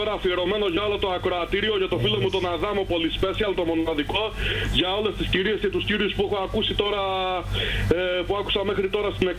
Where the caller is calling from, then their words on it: Nea Krini, Central Macedonia, Greece; από Νέα Κρίνη, αλλά είμαι στην Ποτίβεα.